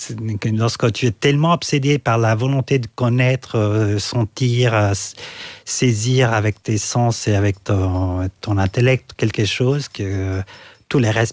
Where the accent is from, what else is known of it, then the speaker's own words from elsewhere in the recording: Italy; moved away; Je suis né en Italie et j'ai passé mes premières années en fait à côté de la mer, de mai à septembre.